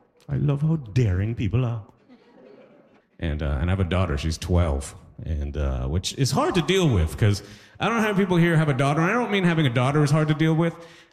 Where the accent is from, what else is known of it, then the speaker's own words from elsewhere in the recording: Toronto, Ontario, Canada; also born or lived in Trinidad and Tobago; I grew up in Toronto, so I'm a Trini raised in captivity.